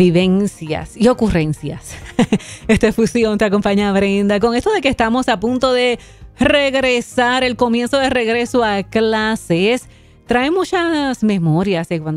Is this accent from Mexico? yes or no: no; Puerto Rico; Yo soy de Puerto Rico